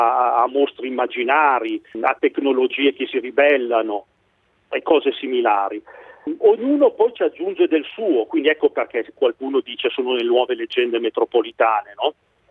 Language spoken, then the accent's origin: Italian; Alessandria, Piedmont, Italy; io sono di Alessandria, no? Quindi un paese del Monferrato